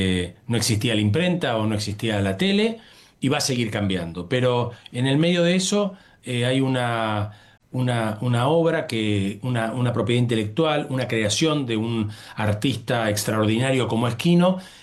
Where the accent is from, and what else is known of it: Argentina